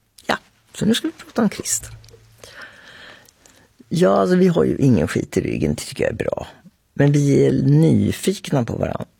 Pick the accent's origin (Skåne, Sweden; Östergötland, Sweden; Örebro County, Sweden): Östergötland, Sweden; Linköping; Jag är från Linköping, han från Grisslehamn.